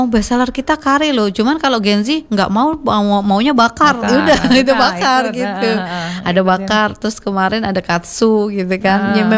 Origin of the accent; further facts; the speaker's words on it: Java, Indonesia; Waduh, saya ini orang Jawa gitu ya.